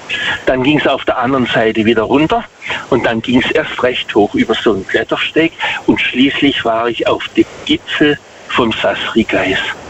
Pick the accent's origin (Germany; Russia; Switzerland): Germany; Waghäusel, Baden-Württemberg; Also ich komme aus Waghäusel.